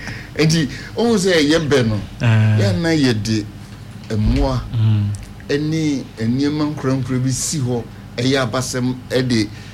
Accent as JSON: {"language": "English", "country": "South Sudan", "said": "and I'm from South Sudan."}